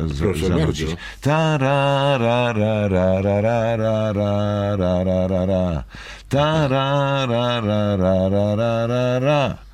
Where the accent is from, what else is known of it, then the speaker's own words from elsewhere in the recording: Sosnowiec, Silesian Voivodeship, Poland; Ja z Sosnowca i to była troszkę mniej, to nie aglomeracja, tylko miasto